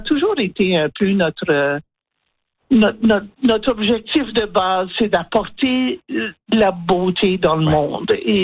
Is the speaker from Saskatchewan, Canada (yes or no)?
yes; Saskatchewan, Canada; Mais on a toujours dit, écoutez, on est des Francescois. Puis, c'est quoi un Francescois? Alors, on a beaucoup, beaucoup fait pour conscientiser, je pense, les masses au fait que le français ne s'arrêtait pas au Manitoba, mais qu'il y avait, aussi en Saskatchewan.